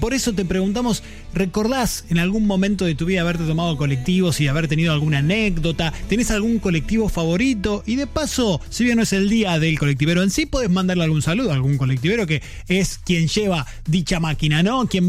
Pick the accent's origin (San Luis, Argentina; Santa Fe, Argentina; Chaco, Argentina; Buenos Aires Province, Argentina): Santa Fe, Argentina; moved away; Santa Fe, lugar de donde yo vengo